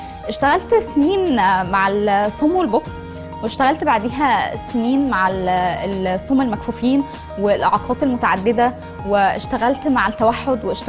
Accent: Alexandria, Alexandria Governorate, Egypt; انا في الاصل من اسكندريه. انا اخويا الصغير اتولد عنده مشكله في السمع. قعدنا ندور كتير قوي في اسكندريه على اماكن تساعده

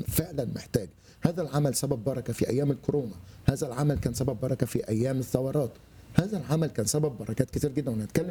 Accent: Egypt; إحنا عندنا في مصر بيبقى في كنائس كل يوم شغالة اجتماعات

